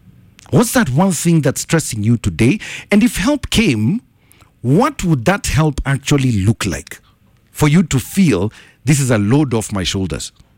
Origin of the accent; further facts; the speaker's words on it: Kenya; As a Kenyan man, when's the last time you said, hey, Bana, I'm tired.